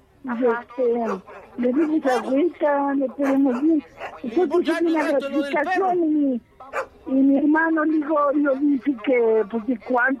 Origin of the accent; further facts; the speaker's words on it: Necaxa, Puebla, Mexico; Andamos en un triciclo. Somos de allá de Necaxa, del estado de Puebla.